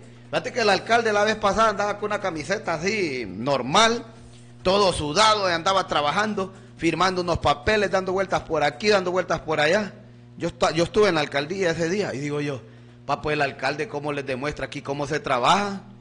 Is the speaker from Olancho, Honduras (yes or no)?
no; Talanga, Francisco Morazán, Honduras; talangueño y conozco a todos los... Aquí nadie me va a dar casaca a mí porque yo soy nacido y creado aquí en Talanga. Aquí por todas las calles de Talanga yo las conozco